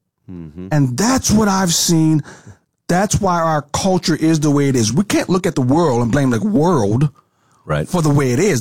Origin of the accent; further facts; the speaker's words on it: New Orleans, Louisiana, United States; moved away as an adult; also born or lived in Washington, D.C.; now in Chicago, United States; I'm originally not from the Chicago area. I'm from New Orleans, Louisiana. And when I got, so I went to undergrad in D.C. I came to Chicago to the Northwest Suburbs Seminary at Trinity.